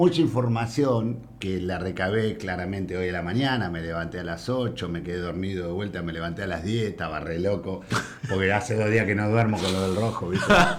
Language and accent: Spanish; Paraguay; yo soy hincha de Olimpia, soy paraguayo.